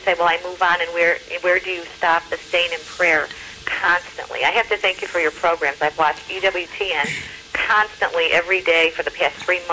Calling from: Chicago, Illinois, United States; Sister, I'm from Chicago. Mm-hmm. We're a suburb of Chicago.

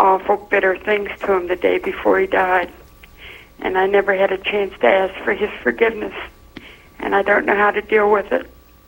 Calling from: Pennsylvania, United States

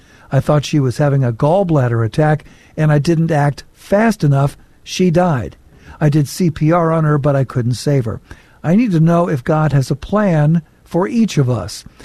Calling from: Nova Scotia, Canada; I'm checking in from Nova Scotia in Canada.

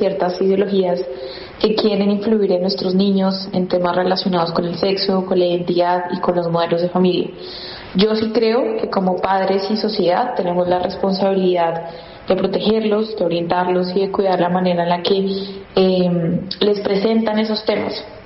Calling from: Colombia; soy de Colombia

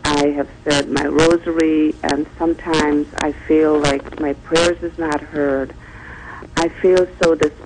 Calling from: Connecticut, United States; I'm calling from Connecticut.

